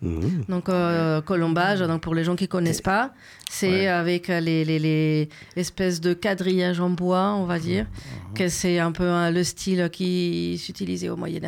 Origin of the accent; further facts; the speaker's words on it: Mexico; moved away; Non, parce que je viens du Mexique.